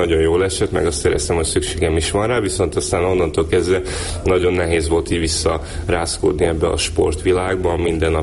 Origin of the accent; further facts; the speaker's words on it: Southern Slovakia, Slovakia; ugye én felvidéki származású vagyok, ezért mindig azzal kell ilyenkor utaznom